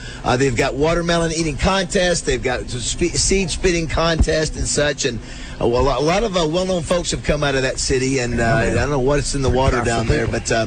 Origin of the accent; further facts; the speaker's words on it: Texas, United States; Hey, I'm from Texas. I moved here a year ago.